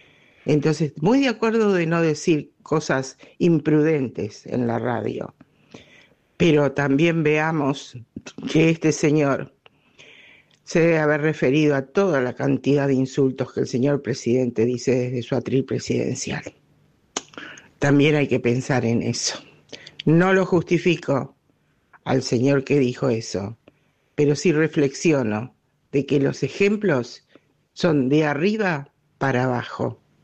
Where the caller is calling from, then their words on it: Carapachay, Buenos Aires Province, Argentina; de Carapachay.